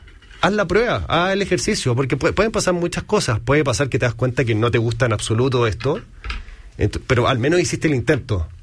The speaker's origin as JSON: {"language": "Spanish", "country": "Chile"}